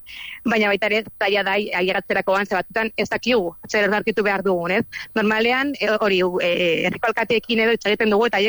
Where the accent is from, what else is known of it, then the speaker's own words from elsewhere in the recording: Navarre, Spain; azken finean Nafarroakoak gara